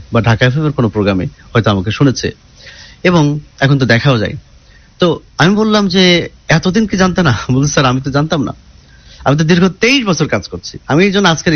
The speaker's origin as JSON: {"language": "Bangla", "town": "Kushtia", "region": "Khulna Division", "country": "Bangladesh", "tie": "born or raised there", "said": "আমার বাড়ি যেমন কুষ্টিয়া, তা আমি কীভাবে দেখা করবো?"}